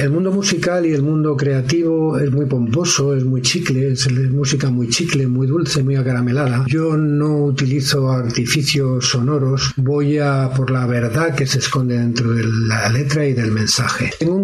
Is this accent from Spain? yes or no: yes; Madrid, Community of Madrid, Spain; born there; Soy madrileño, nacido en Madrid, pero bueno, los que nacemos en Madrid somos también de donde son nuestros padres.